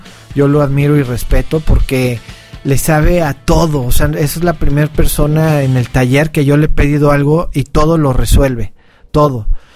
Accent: Mexico; lo que hemos logrado como mexicanos.

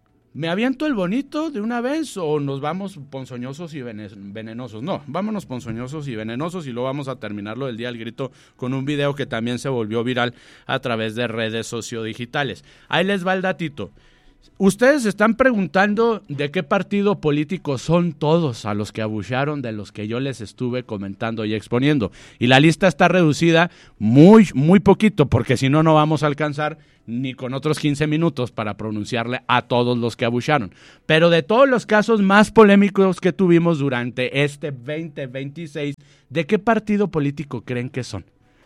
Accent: Mexico; porque nosotros como mexicanos nos queremos independizar

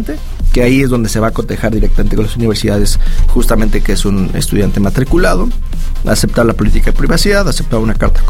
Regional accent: Mexico

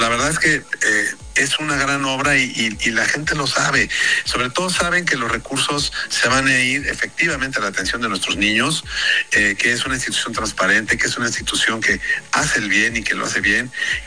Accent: Mexico; nos une como mexicanos

